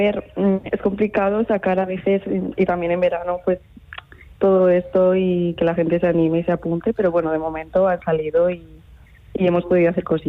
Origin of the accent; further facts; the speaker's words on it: Iniesta, Castilla-La Mancha, Spain; also born or lived in Cuenca; Pues somos dos amigas de Iniesta de toda la vida y hemos estudiado juntas en Cuenca la misma carrera